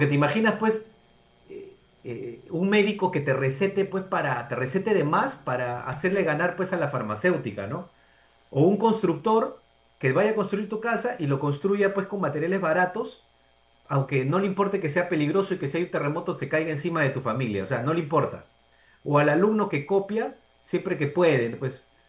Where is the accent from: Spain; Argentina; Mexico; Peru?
Peru; nos ha hecho daño como sociedad peruana